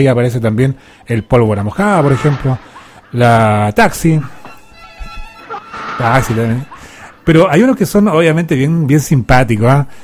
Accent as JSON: {"language": "Spanish", "country": "Chile", "said": "así somos los chilenos."}